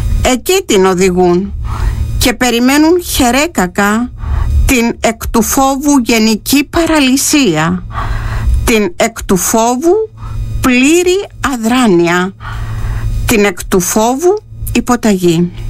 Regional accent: Greece

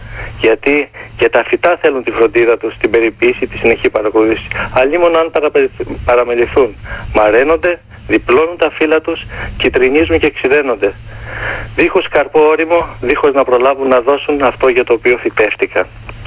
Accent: Agrafa, Greece; Μάλιστα μου είχε ζητήσει και του είχα στείλει από τα άγραφα από την πατρίδα μου σπόρους για κολοκύθια, ρίγανη, φασόλια

